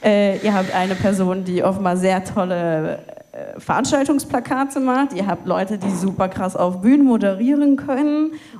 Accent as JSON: {"language": "German", "town": "Cologne", "region": "North Rhine-Westphalia", "country": "Germany", "tie": "born or raised there", "said": "wieder nach Köln verschoben und was ich gemerkt habe, war, erstens, ich will irgendwie dem Ort, wo ich aufgewachsen bin, also konkret dem Viertel Köln-Kalk, was zurückgeben."}